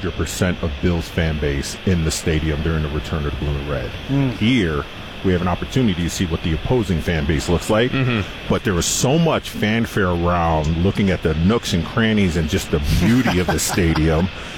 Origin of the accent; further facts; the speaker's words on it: Utica, New York, United States; I grew up in Utica, New York, which is a few hours from here.